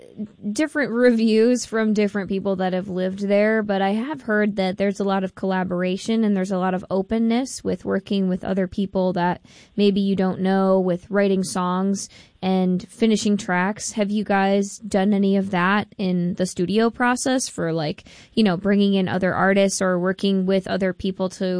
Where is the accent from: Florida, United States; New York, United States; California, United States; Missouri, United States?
New York, United States; Yeah, look, we're Central New Yorkers, you know? We got to stick together. It's tough up here.